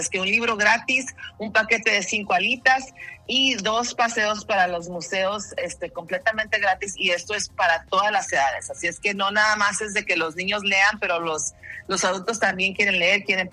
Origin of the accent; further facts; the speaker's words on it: Mexico; a mí como mexicana